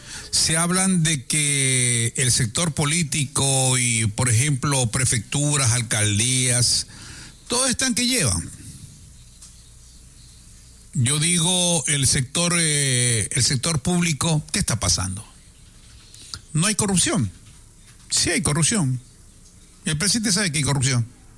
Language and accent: Spanish; Cuenca, Azuay, Ecuador; Yo soy, no, como Cuencano.